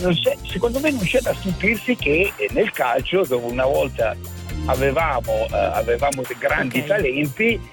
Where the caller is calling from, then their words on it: Como, Lombardy, Italy; sto tornando verso casa, sono di Como.